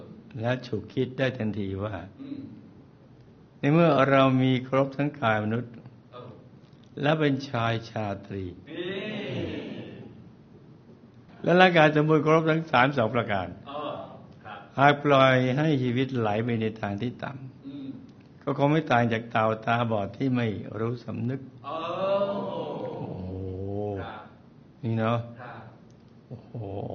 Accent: Hat Yai, Songkhla, Thailand; กระผมเป็นลูกคนจีนโดยกำเนิดบ้านเดิมอยู่หาดใหญ่จบการศึกษาจากมหาวิทยาลัยหาดใหญ่

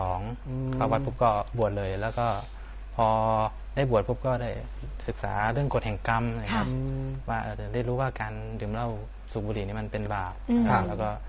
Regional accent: Chiang Mai, Thailand; ครับผมเพราะบ้านอยู่เชียงใหม่ครับมันไกลกันมาก

